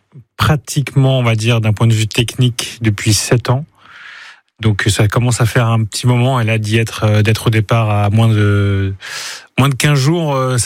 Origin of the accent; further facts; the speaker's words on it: Le Mans, Pays de la Loire, France; born there; être originaire de Wallis et Futuna par mon père et être né au Mans par ma mère